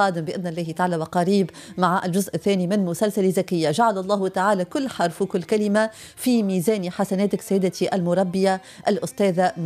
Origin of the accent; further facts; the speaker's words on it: Tunisia; accent: Tunisian; نحكي بلهجتنا التونسية